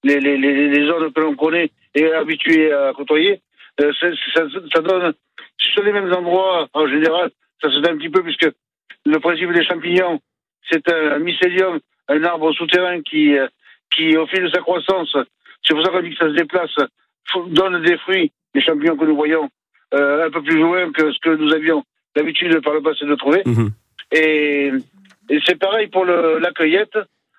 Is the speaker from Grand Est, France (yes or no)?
no; Cap Ferret, Nouvelle-Aquitaine, France; now in Médoc, France; je suis natif du Cap-Ferret, j'étais dans l'Entre-deux-Mer, je suis dans le Médoc actuellement.